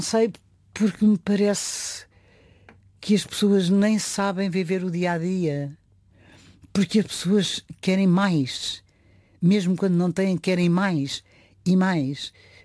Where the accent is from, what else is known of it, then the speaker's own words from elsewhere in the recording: Lisbon, Portugal; A minha infância foi passada nos Olivais.